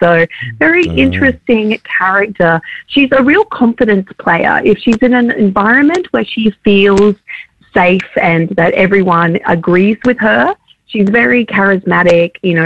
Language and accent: English; Queensland, Australia; I'm a Queenslander